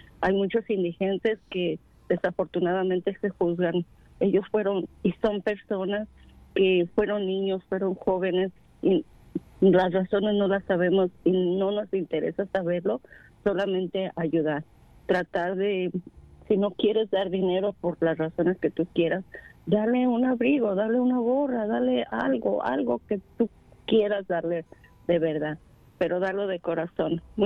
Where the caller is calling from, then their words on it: Mexico; como yo que soy de México